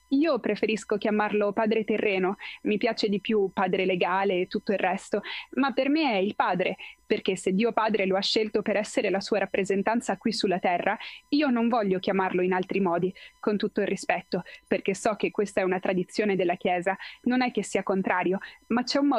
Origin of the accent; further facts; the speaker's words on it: Venezuela; io sono del Venezuela